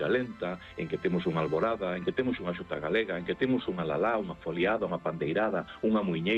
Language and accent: Galician; Galicia, Spain; Pero tampouco podía obviar que somos galegos e que temos unha capacidade interna de conocemento das nosas formas culturais de expresión